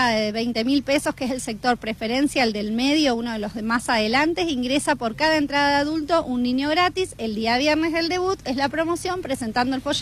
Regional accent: Escobar, Buenos Aires Province, Argentina; Yo, por ejemplo, soy de Escobar, de la provincia de la Fiesta de la Flor, no sé si la conocen

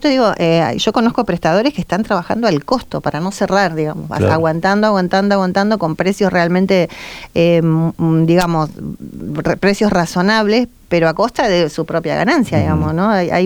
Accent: Argentina

